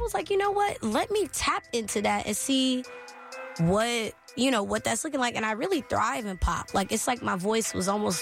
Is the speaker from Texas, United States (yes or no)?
yes; Pearland, Texas, United States; I'm from right here in Houston, Texas. I grew up in Pearland. Oh. Very proud to be from Pearland.